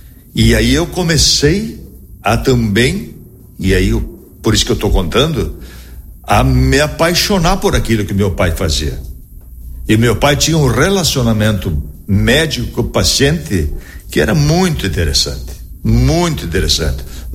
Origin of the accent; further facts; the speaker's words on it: Marau, Rio Grande do Sul, Brazil; also born or lived in Passo Fundo; Marauense. Nasci em Marau no dia 29/11/53.